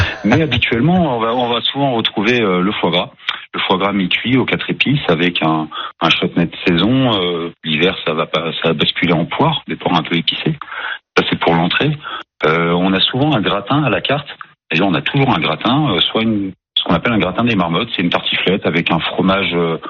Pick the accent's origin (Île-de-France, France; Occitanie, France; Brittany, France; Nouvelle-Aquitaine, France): Brittany, France; now in Saint-Dalmas-le-Selvage, France; je ne suis pas natif du comté de Nice, quoi, même de la région. Moi, de base, je suis breton.